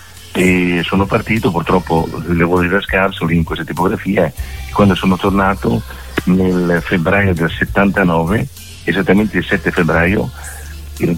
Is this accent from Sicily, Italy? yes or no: no; Emilia-Romagna, Italy; born there; Io sono emiliano, sono nato in un paesino